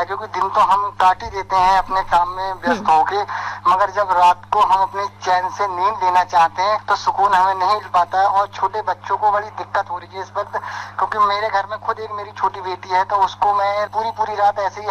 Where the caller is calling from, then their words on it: Bareilly, Uttar Pradesh, India; मेरा गांव भी बरेली शहर में ही आता है